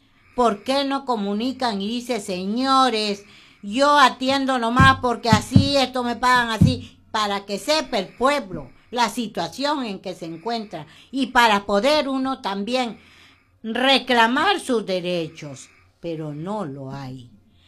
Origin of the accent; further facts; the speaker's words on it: Peru; Feliz Día de la Bandera como peruano.